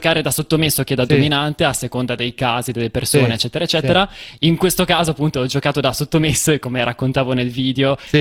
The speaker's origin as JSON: {"language": "Italian", "town": "Naples", "region": "Campania", "country": "Italy", "moved": "yes", "lives_now": "Singapore", "said": "Io di Napoli. Davvero sono molto molto molto contento di essermi andato dall'Italia"}